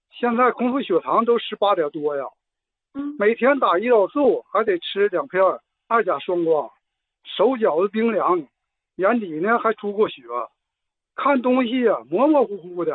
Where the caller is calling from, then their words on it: Jilin, China; 我对人参也了解一点，因为我是吉林的人。